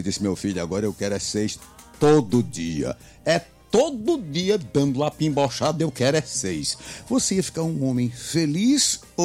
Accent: Ceará, Brazil; Eu sou brasileiro. Eu sou cearense.

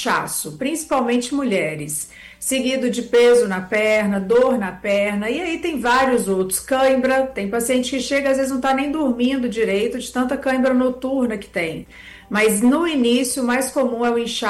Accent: Minas Gerais, Brazil

